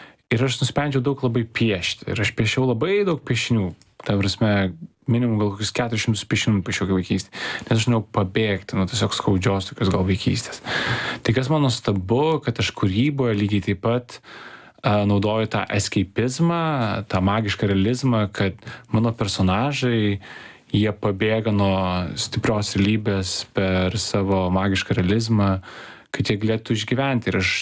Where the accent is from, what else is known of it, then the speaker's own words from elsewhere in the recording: Vilnius, Vilnius County, Lithuania; Tai aš sakau, kai aš buvau mažas, aš kažkaip augau Pašilaičiuose, 20-ais buvo visai kitokie tie Pašilaičiai.